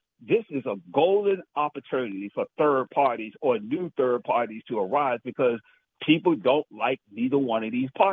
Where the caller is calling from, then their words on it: Washington, District of Columbia, United States